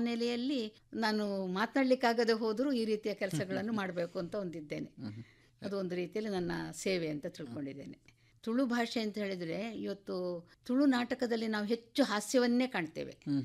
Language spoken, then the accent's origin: Kannada; Dakshina Kannada district, Karnataka, India